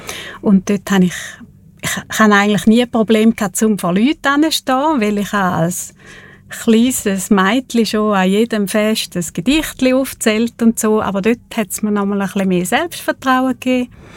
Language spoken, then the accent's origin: German; Frauenfeld, Thurgau, Switzerland; Ich komme, bin eine waschechte Thurgauerin, bin auf einem kleinen Bauernhof aufgewachsen und wir haben dann in die zweite Klasse haben wir dann auf Frauenfeld gezügelt.